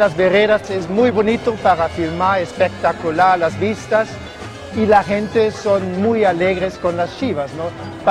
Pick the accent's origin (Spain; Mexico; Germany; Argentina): Germany; Nosotros somos de Alemania